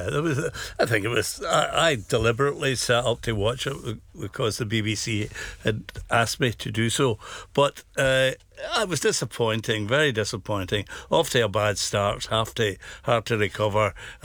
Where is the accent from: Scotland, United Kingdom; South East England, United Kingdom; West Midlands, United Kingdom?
Scotland, United Kingdom; Clydebank; also born or lived in Glasgow; I am actually from Clydebank, and lived round the corner from your grandfather when they lived in Lennox Avenue. I lived in Danes Drive.